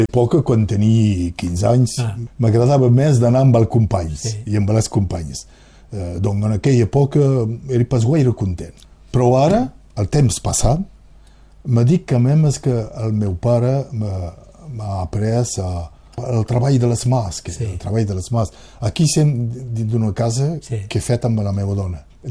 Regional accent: Théza, Occitania, France; jo soc he nascut a Tesà

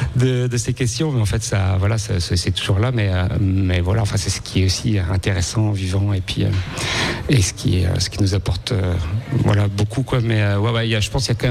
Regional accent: Plougastel-Daoulas, Brittany, France; j'ai grandi à Plougastel-Daoulas avec des grands-parents qui viennent de Briec. Donc déjà, je suis pas vraiment de Plougastel.

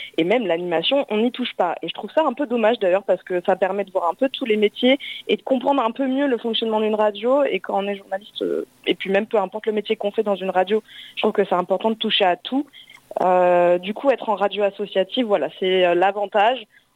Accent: Occitanie, France; moved away as an adult; je venais de l'Hérault, bon, pas loin, hein, à 2 heures d'ici.

